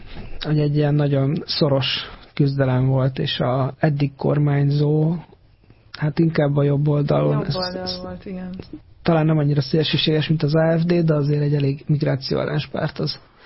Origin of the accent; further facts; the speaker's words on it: Kecskemét, Bács-Kiskun, Hungary; én szülővárosomba Kecskeméten is látom, hogy szinte ugyanaz megy, mint Budapesten.